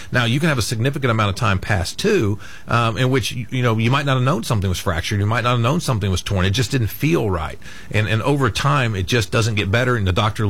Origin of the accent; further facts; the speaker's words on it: Burns Flat, Oklahoma, United States; Elk City, my part of the country. I'm from Burns Flat.